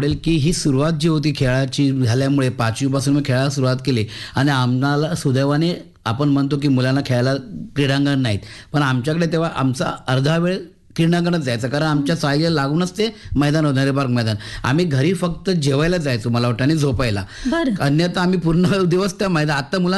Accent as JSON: {"language": "Marathi", "town": "Mumbai", "region": "Maharashtra", "country": "India", "tie": "born or raised there", "said": "मी ज्या भागात वाढलो, लालबाग परळ, मला माझ्या काकाने 5 वर्षात असताना मुंबईला आणलं आणि त्याने माझ्या आयुष्याला आकार दिला."}